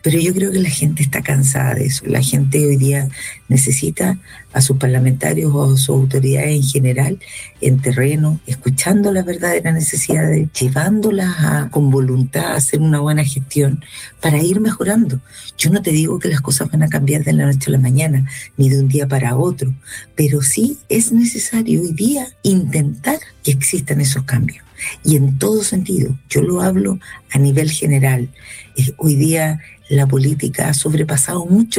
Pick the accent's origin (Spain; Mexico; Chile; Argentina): Chile; somos todos chilenos